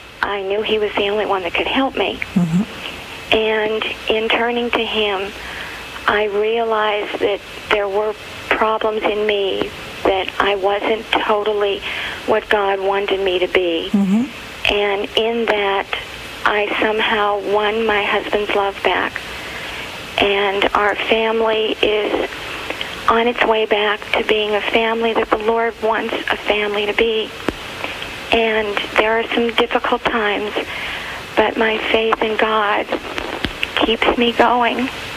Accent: Pennsylvania, United States; I'm from Pennsylvania.

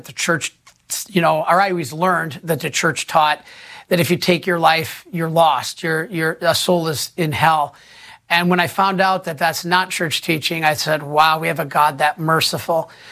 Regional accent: Detroit, Michigan, United States; Because back in Michigan, where I grew up in Detroit

